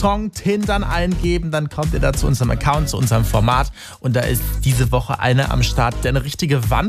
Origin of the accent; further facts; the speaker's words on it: Rhineland-Palatinate, Germany; Und dann auch noch für mich als Pfälzer ganz hart, dass er Saarland auf die Eins genommen hat.